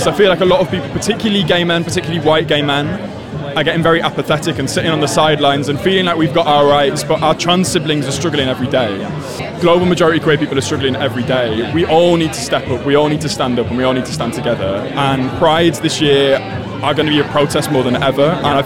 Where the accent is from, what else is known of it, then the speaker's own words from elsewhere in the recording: Bolton, North West England, United Kingdom; I grew up in Bolton, so sort of greater Mancunian, but I really feel that so many of us who grew up, particularly on the outskirts of Manchester, especially in the early noughties